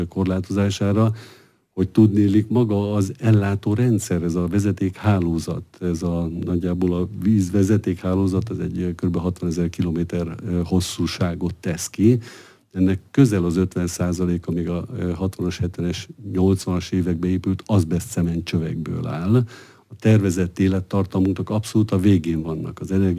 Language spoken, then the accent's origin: Hungarian; Hungary; én is egy kis faluban születtem